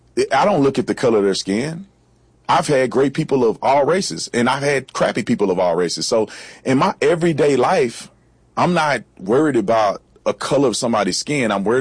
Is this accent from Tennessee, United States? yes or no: no; Fort Worth, Texas, United States; And I grew up in Fort Worth, Texas, in the hood.